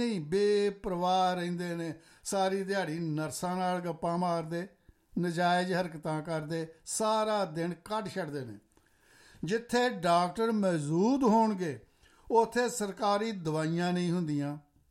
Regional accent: Punjab, India; born there; ਜਿਹੜੀ ਸਟੇਟ 'ਚ ਅਸੀਂ ਜੰਮੇ ਹਾਂ ਭਾਈ, ਉਹਨੂੰ ਤਾਂ ਅਸੀਂ ਸੋਹਣਾ ਪੰਜਾਬ ਕਹਿਣਾ ਹੀ ਕਹਿਣਾ

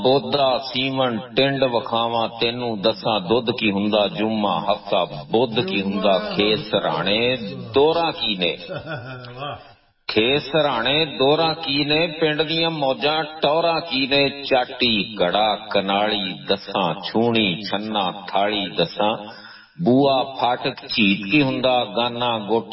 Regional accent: Punjab, Pakistan; میں پنجابی دے وچ لکھنا جی، اردو لکھ سکدا لیکن میں پنجابی ہاں، میں پنجابی دے وچ ہی لکھنا وا

